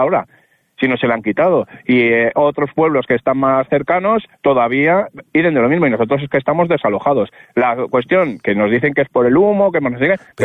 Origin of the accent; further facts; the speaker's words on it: Layna, Castile and León, Spain; el mayor está en mi pueblo, en Laina, sí, que, sí, que yo también soy de Laina